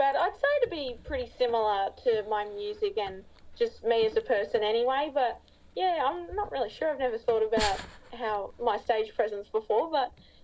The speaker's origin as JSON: {"language": "English", "town": "Wollongong", "region": "New South Wales", "country": "Australia", "said": "I'm from Wollongong"}